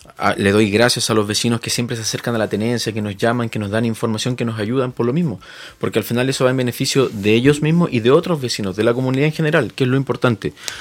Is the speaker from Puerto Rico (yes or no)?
no; Chile; para nosotros como todo chileno